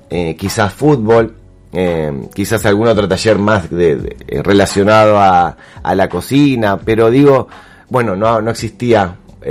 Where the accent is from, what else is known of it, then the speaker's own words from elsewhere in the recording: Santa Fe, Argentina; como argentinos y como santafesinos.